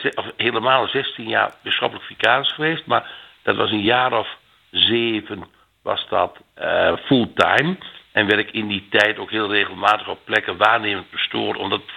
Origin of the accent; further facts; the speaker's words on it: Gaanderen, Gelderland, Netherlands; geboren en getogen in de Gelderse Achterhoek in Gaanderen bij Doetinchem.